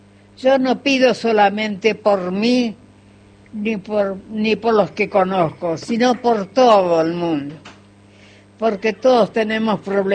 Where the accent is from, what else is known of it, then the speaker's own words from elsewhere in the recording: Nueva Galia, San Luis, Argentina; moved away; Mi querido pueblito, que lo adoro, porque yo nací ahí, me crié ahí todo. Yo tengo familiares en Nueva Galia